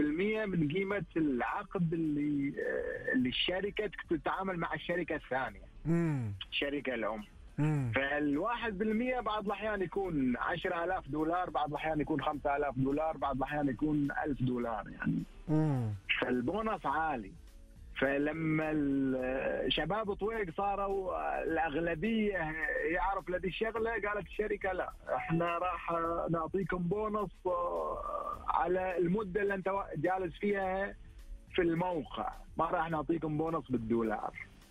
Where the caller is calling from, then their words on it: Eastern Province, Saudi Arabia; من المنطقه الشرقيه.